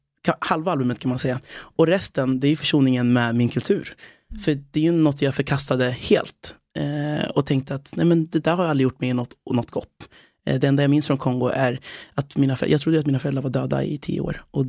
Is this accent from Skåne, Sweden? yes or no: no; Nora, Örebro County, Sweden; also born or lived in Västerås; det var i Nora utanför Örebro. Det var där jag växte upp som längst då, i Sverige. De åren och de åren i Västerås där jag bodde också.